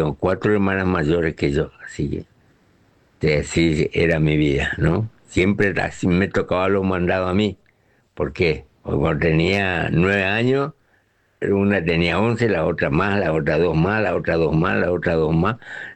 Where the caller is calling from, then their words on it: Clorinda, Formosa, Argentina; de Clorinda.